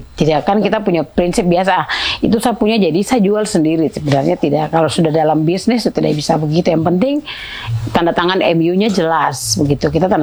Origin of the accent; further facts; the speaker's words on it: Papua, Indonesia; Karena memang dari dulu kita orang Papua ada sebagian suku yang memang punya garamnya tuh itu